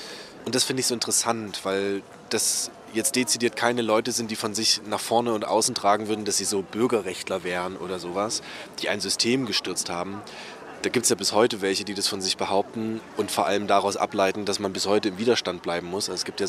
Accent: Görlitz, Saxony, Germany; Ich komme aus Görlitz und ich bin in der Oberlausitz aufgewachsen.

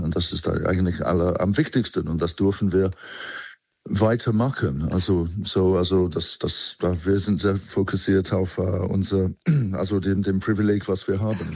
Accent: United Kingdom; now in Germany; Ich bin Brite, genau.

